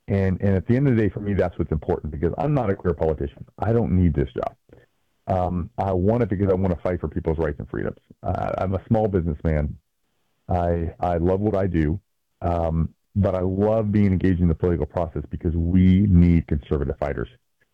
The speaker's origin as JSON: {"language": "English", "town": "Athens", "region": "Alabama", "country": "United States", "tie": "born or raised there", "said": "I'm from North Alabama, right? I'm from Athens. I'm a hometown boy."}